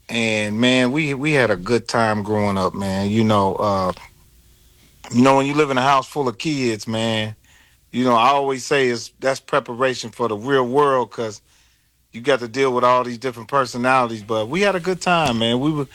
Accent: Indianapolis, Indiana, United States; born or raised there; moved away as an adult

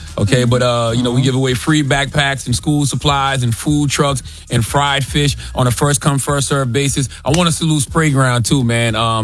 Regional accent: Moncks Corner, South Carolina, United States; all my folks in Monk's Corner, South Carolina, man, my hometown

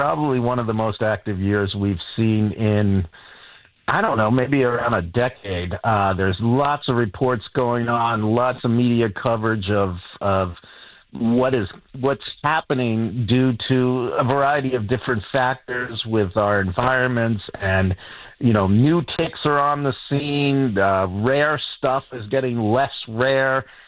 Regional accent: Washington, Maryland, United States; I grew up in the in Maryland, in the Washington, D.C. area.

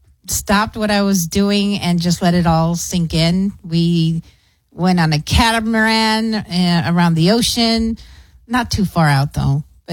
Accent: El Paso, Texas, United States; I'm from El Paso.

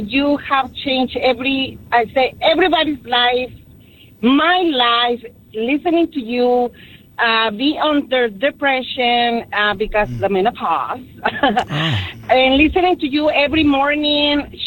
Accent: Mexico; now in Melvindale, United States; I am Mexican.

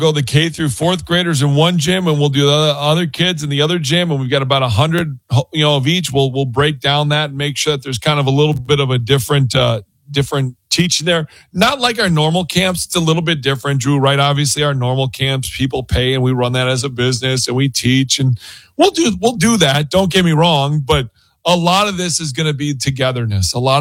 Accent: Wisconsin, United States

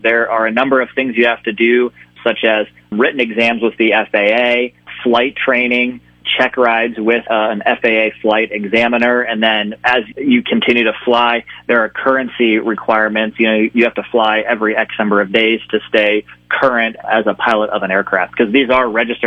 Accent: Ashland, United States; Yeah, I am from Ashland

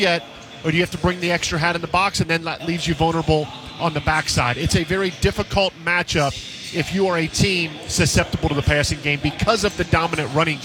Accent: Cincinnati, Ohio, United States; I grew up in Cincinnati, so I knew what this rivalry meant as a fan.

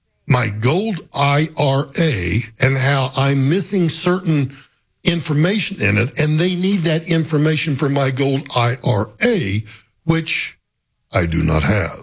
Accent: Guymon, Oklahoma, United States; No, Liberal, Kansas isn't my hometown. Guymon, Oklahoma is. But that's a town about 40 miles north of where I grew up.

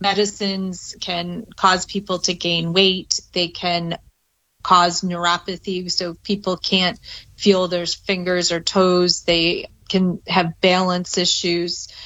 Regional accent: Michigan, United States; now in Cincinnati, United States; So I'm originally from Michigan.

